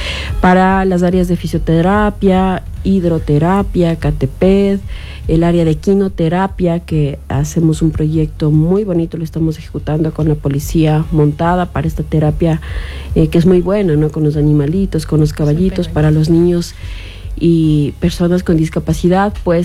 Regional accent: Ecuador; nos ha complicado a nosotros como ecuatorianos

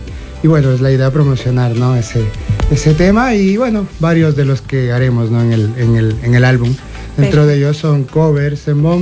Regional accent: Cotacachi, Imbabura, Ecuador; now in Spain; Eso es lo que decimos, somos de la zona de Inta

